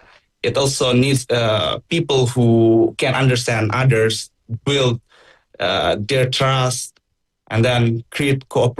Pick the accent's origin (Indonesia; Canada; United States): Indonesia; English is a second language; So yeah, when people discovered that I came from Indonesia, they often ask about our culture, of course, and our religions, our languages.